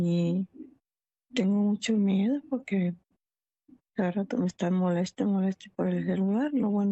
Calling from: Michoacán, Mexico; soy de Michoacán.

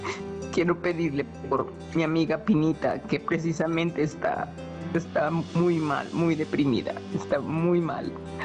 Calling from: Guadalajara, Jalisco, Mexico; de aquí de Guadalajara.

